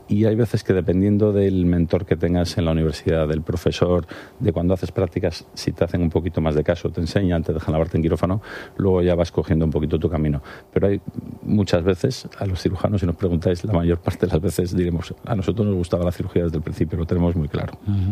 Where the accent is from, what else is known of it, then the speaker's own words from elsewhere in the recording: Valladolid, Castile and León, Spain; now in Madrid, Spain; Es verdad, yo soy un madrileño de Valladolid.